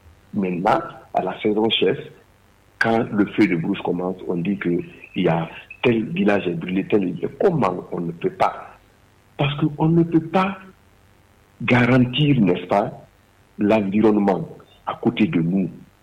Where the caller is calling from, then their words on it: Kissidougou, Faranah, Guinea; je suis à Kissoudougou.